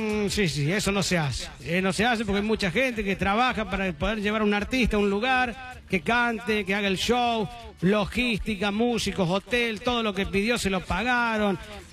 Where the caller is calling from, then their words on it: Capitán Bermúdez, Santa Fe, Argentina; Hola, Churi … de Capitán Bermúdez. Reiterame la dirección que no la alcancé a anotar. ¿Dónde vas a estar haciendo radio mañana? Que te voy a ir a saludar desde Capitán Bermúdez.